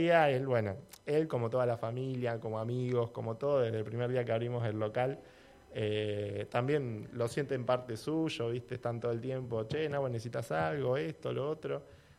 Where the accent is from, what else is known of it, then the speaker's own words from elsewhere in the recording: San Clemente del Tuyú, Buenos Aires Province, Argentina; born there; moved away as an adult; also born or lived in Mar del Plata; now in Río Negro, Argentina; En realidad yo soy de San Clemente del Tuyú, nacido. Después estudié en Mar del Plata. No terminé la carrera, pero estudié licenciatura en Administración en Mar del Plata.